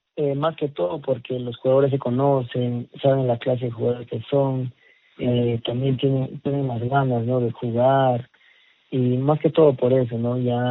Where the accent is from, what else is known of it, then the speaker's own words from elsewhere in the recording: Ambo, Huánuco, Peru; moved away as an adult; now in Uchiza, Peru; Soy natural de Ambo.